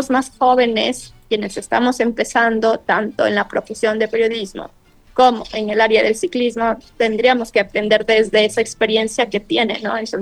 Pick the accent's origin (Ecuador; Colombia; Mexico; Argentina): Ecuador; now in Spain; yo no vivo en mi país Ecuador. Sin embargo, como estoy aquí, yo tengo ya mi residencia